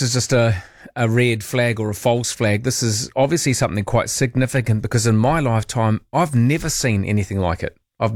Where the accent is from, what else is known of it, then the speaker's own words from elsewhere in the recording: Christchurch, Canterbury, New Zealand; I'm from Christchurch. Christchurch was where I was made and delivered.